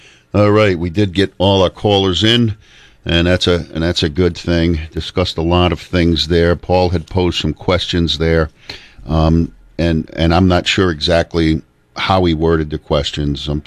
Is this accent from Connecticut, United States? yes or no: yes; Killingly, Connecticut, United States; also born or lived in Brooklyn, Connecticut; now in Putnam, United States; I grew up in Killingly, Young, and Brooklyn when I hit my sophomore year in high school. We lived in Brooklyn for a lot of years. Then I lived all over before, and then I moved back to Brooklyn and then to Putnam over here.